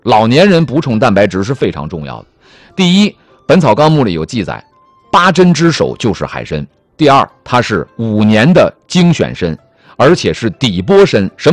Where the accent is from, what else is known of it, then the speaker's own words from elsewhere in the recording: Dandong, Liaoning, China; moved away; 在我的老家辽宁丹东